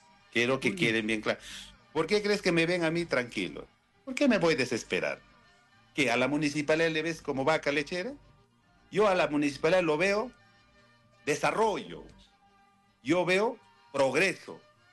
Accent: Ancash, Peru; moved away; also born or lived in San Luis, Ancash; No soy de San Luis, soy como usted, de una comunidad tan pobre que es Maribamba, pero en San Luis me acogieron, me dieron mucho cariño, me formaron, me enseñaron a trabajar. Por eso amo mi provincia.

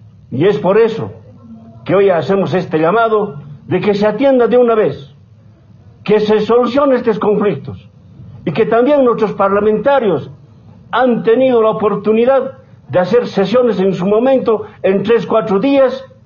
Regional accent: Bolivia; La solución lo tenemos que dar también nosotros, como bolivianos.

